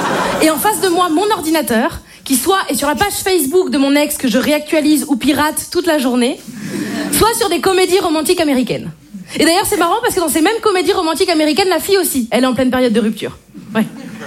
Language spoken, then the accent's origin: French; Brittany, France; Je suis bretonne. Et je ne bois pas d'alcool. Si, c'est vrai. En Bretagne, on m'appelle l'exception qui confirme la règle.